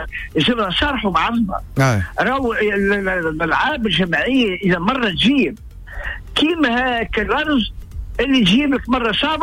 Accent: Tunis, Tunis Governorate, Tunisia; أنا ولد حومة ونداد أنا ورضا يزيد علي عام. يعني والتنس تابل في حومتنا في باب الخضرة والمرجانية وسيد المهري

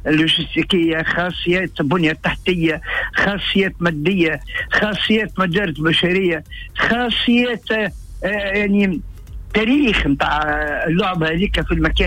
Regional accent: Tunis, Tunis Governorate, Tunisia; أنا ولد حومة ونداد أنا ورضا يزيد علي عام. يعني والتنس تابل في حومتنا في باب الخضرة والمرجانية وسيد المهري

